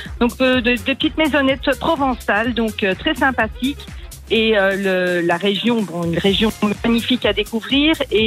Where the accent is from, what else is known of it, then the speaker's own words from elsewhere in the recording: Belgium; Je suis belge, donc moi je dis le Luberon.